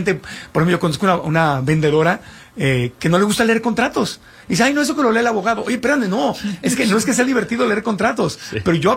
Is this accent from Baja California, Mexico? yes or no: yes; Tijuana, Baja California, Mexico; Porque yo me acuerdo, yo nací, crecí en Tijuana, le mando un abrazo con mucho cariño a la gente de Tijuana.